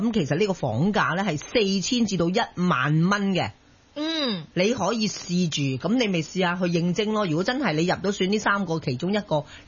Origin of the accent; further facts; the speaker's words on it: China; 即係我哋中國人有句説話啊嘛，吾日三省吾身啊！